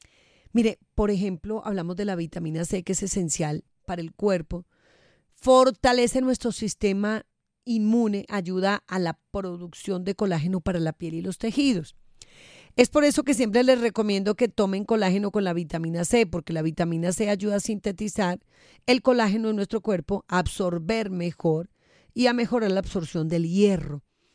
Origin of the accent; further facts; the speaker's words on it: Boyacá, Colombia; Yo boyacense de pura cepa.